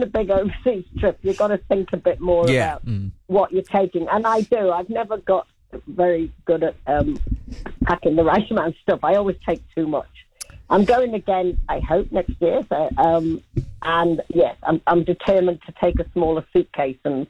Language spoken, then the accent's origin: English; England, United Kingdom; And, I mean, I am from England, and I have two daughters in England, so it's important for me to get back there.